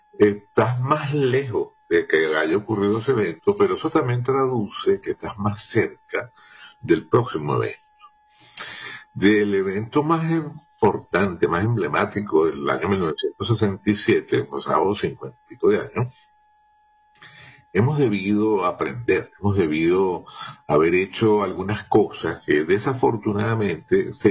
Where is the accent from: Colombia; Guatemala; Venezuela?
Venezuela; La realidad es que estamos muy compungidos, pues, como venezolanos, ante este evento